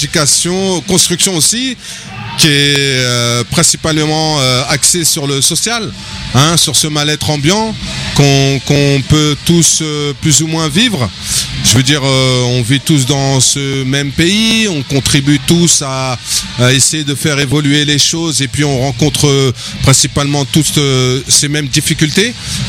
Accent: Mantes-la-Jolie, Île-de-France, France; moi, je suis originaire de Mantes-la-Jolie, j'ai 45 ans. Donc un sacré passif à Mantes. J'ai à cœur d'ouvrir la jeunesse, d'aller à l'extérieur du quartier. C'est vrai que moi j'ai grandi une grande partie de ma jeunesse au quartier.

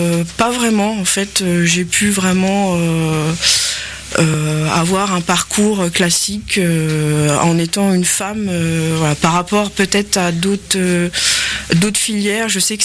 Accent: Cherbourg, Normandy, France; Je suis originaire en fait de Cherbourg, dans la Manche.

